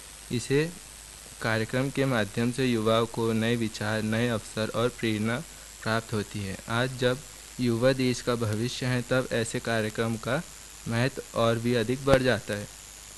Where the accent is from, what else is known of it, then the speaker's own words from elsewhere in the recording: Chhindwara district, Madhya Pradesh, India; मैं मध्य प्रदेश के छिंदवाड़ा जिले का निवासी हूँ तथा शासकीय और प्रशिक्षण संस्थान छिंदवाड़ा में डीजल मैकेनिक ट्रेड का छात्र हूँ।